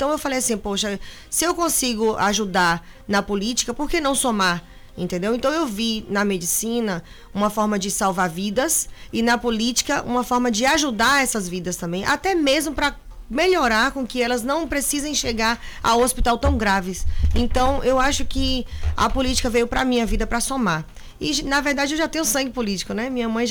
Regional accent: Campina Grande, Paraíba, Brazil; born there; moved away as an adult; now in Itabuna, Brazil; é paraibana, nasci na Paraíba, em Campina Grande. Estou morando em Itabuna há 15 anos, sou médica, né? Sou mãe solo.

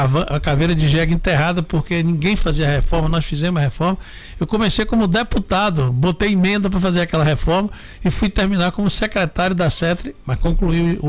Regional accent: Itabuna, Bahia, Brazil; eu sou de Itabuna

